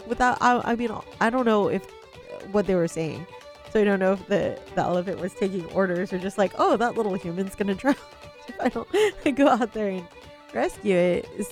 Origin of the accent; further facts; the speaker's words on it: California, United States; Nobody lives on my reservation. I'm from the Paskenta Band of Nomlaki Indians, and it's not zoned for residential stuff.